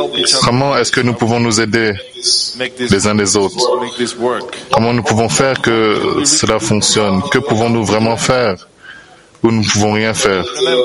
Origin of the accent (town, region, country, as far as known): England, United Kingdom